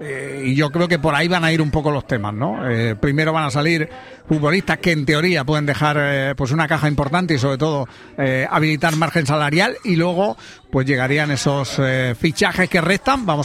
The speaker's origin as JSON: {"language": "Spanish", "country": "Spain", "said": "soy español."}